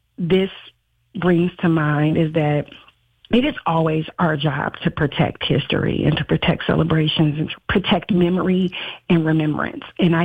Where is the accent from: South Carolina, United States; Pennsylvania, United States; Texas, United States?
Texas, United States; now in Maryland, United States; as a Texan, now Marylander